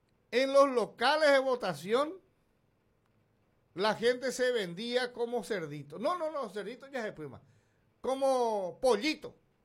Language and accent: Spanish; Paraguay